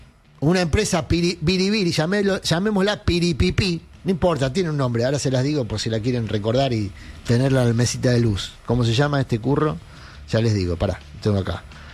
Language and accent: Spanish; Argentina; me tocó vivir y narrar como periodista y como ciudadano argentino